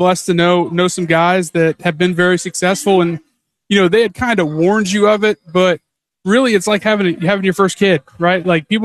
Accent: Orlando, Florida, United States; Growing up in Orlando and having UCF right there in your back door, and how big it was back home

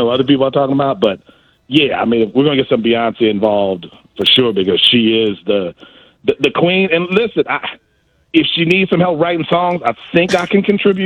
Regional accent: Milwaukee, Wisconsin, United States; Like, hey, I'm from Milwaukee, the Brewers should have.

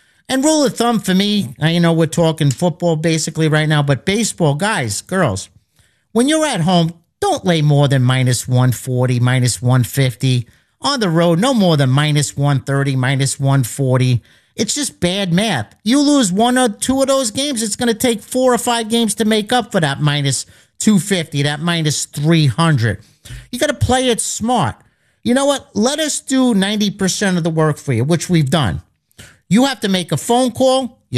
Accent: Hoboken, New Jersey, United States; I grew up in Hoboken, New Jersey. And it was a different time back then. Like I said, I'll be 64.

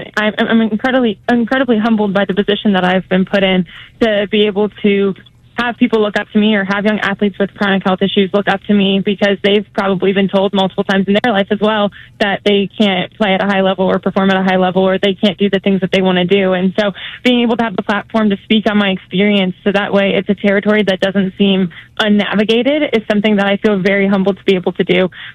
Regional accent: Cleveland, Ohio, United States; I grew up in Cleveland, Ohio, where we had the Akron Racers an hour from my house.

